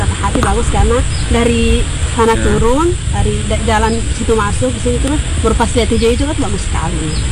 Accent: Alor, East Nusa Tenggara, Indonesia; Dari Alor, tinggalnya di Selamat Jalan.

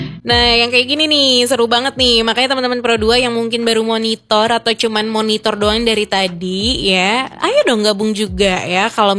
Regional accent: Jakarta, Indonesia; now in Manado, Indonesia; aku nih ya … karena terkenal dari Betawi gitu kan. Aku orang Jakarta yang merantau ke sini gitu kan, ke Manado, terus siaran di sini gitu

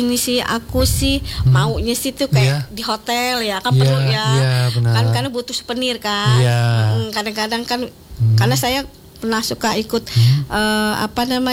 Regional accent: Lampung, Indonesia; kita ya orang Lampung yang ngebangkitin ininya

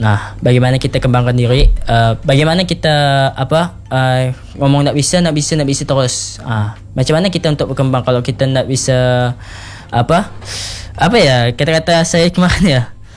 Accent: Indonesia; born there; mencintai negara kita juga, karena kita pun lahir di Indonesia.

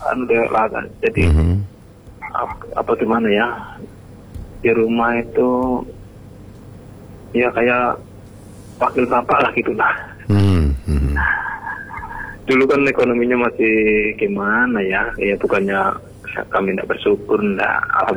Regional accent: Java, Indonesia; Sedangkan saya itu dari Jawa itu 4 hari berapa malam gitu loh.

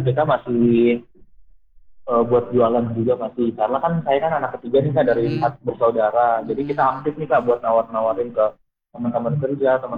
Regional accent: Bekasi, West Java, Indonesia; born there; padahal aku sendiri pun lahirnya di Bekasi dan mama papaku orang Jawa kak

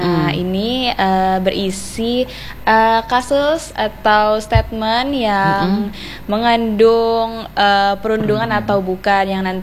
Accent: East Kalimantan, Indonesia; saya berasal dari Kabupaten Berau, jadi sewaktu pemilihan itu saya menggunakan bahasa Berau atau bahasa Banua.

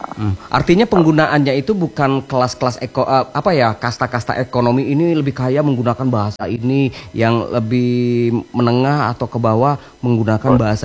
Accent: Sumatra, Indonesia; kita orang Sumatera.

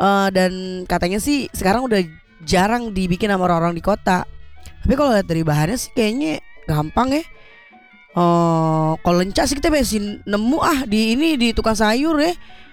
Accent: Jakarta, Indonesia; Saya juga sebagai orang Betawi

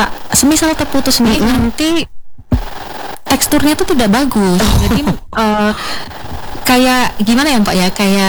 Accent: Central Java, Indonesia; now in Manokwari, Indonesia; Saya malah dari Jawa Tengah.

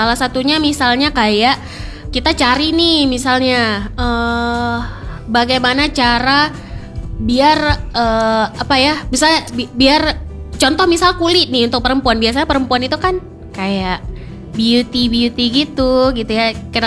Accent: Aceh, Indonesia; kita orang Aceh ya

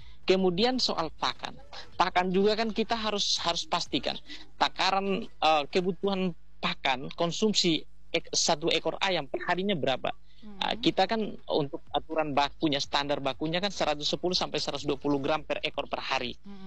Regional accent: Indonesia

